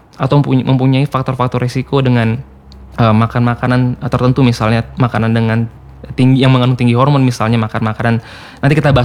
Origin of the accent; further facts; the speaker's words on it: Bali, Indonesia; moved away as an adult; also born or lived in Denpasar; now in Labuan Bajo, Indonesia; Saya orang Bali aslinya.